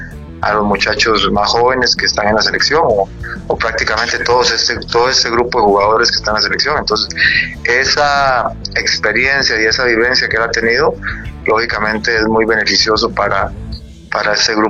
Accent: Costa Rica; En Costa Rica habemos, me meto en el saco porque soy costarricense

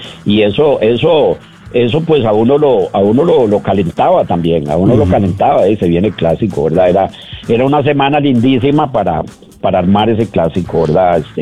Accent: San José, Costa Rica; also born or lived in Cinco Esquinas, Tibás; yo me crié en Atillo, aunque yo tengo algo de herediano por … pero sí nos fuimos para vivimos en Cinco Esquinas y después nos fuimos para Atillo

